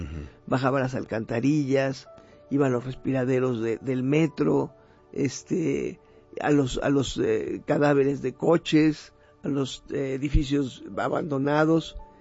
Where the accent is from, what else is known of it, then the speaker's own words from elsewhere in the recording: Mexico; Hemos estado nosotros los mexicanos y el país muy herido y muy lastimado durante mucho tiempo.